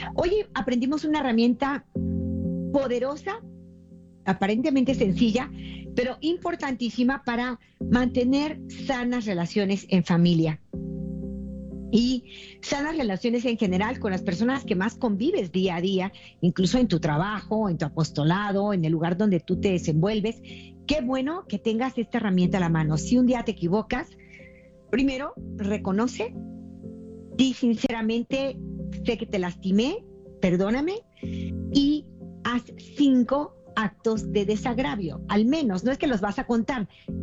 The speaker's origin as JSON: {"language": "Spanish", "country": "Mexico", "tie": "born or raised there", "said": "Cuando yo era chiquita, teníamos primero 2 canales, el 2 y el 5 en mi país."}